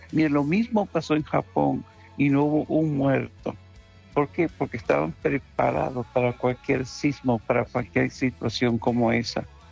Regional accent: Venezuela; Somos venezolanos

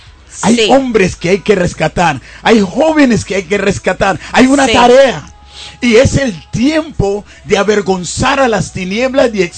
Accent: San Andrés, San Andrés and Providencia, Colombia; Vengo de San Andrés, Isla del Mar de los Siete Colores, el segundo Edén.

